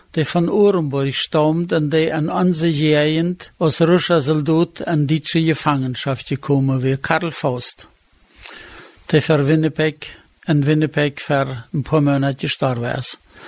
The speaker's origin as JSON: {"language": "German", "town": "Piatykhatky", "region": "Dnipropetrovsk Oblast", "country": "Ukraine", "tie": "born or raised there", "second_language": "German", "said": "Ich bin Pietschichatka in der Ukraine geboren. Sie dort abgewachsen und hab dort gelebt bei der deutschen Truppe."}